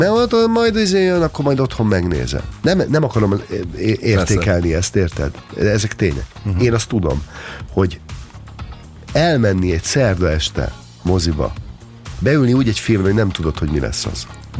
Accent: Balassagyarmat, Nógrád, Hungary; born there; abban a városban, ahol én születtem, Balassagyarmaton, volt kb. 20 darab videótéka.

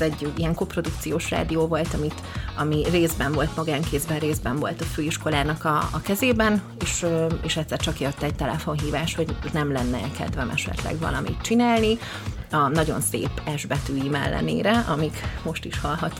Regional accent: Ózd, Borsod-Abaúj-Zemplén, Hungary; moved away as an adult; also born or lived in Dunaújváros; now in Budapest, Hungary; Én eredetileg borsodi vagyok, ózdi, onnan mentem át.

